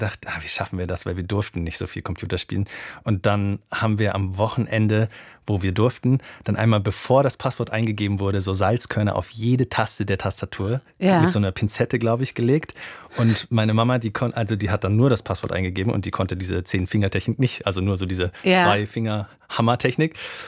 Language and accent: German; Alsfeld, Hesse, Germany; born or raised there; also born or lived in Berlin